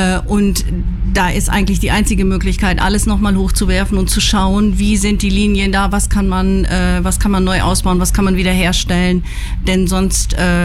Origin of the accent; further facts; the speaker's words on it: Bramsche, Lower Saxony, Germany; Also ich bin in Üffeln groß geworden